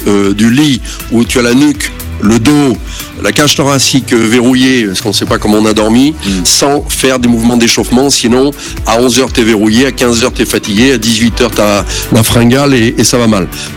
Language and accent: French; Francheville, Auvergne-Rhône-Alpes, France; born there; also born or lived in Lyon; now in Saint-Tropez, France; Le titre était Itinéraire d'un enfant lyonnais à Saint-Tropez.